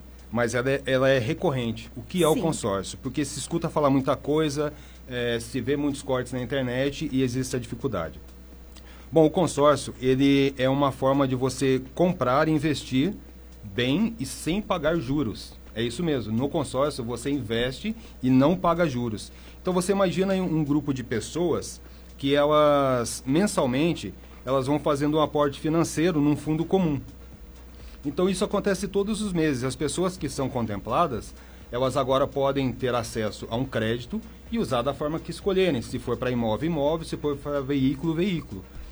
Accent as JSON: {"language": "Portuguese", "town": "Pindamonhangaba", "region": "São Paulo", "country": "Brazil", "tie": "born or raised there", "said": "Eu sou de Pindamonhangaba mesmo, então sou filho da cidade, né? Nascido e criado aqui. E por volta dos meus 19 anos, eu saí de Pinda, fui para fora para cumprir um objetivo pessoal, que é um serviço voluntário, e fiquei alguns anos fora"}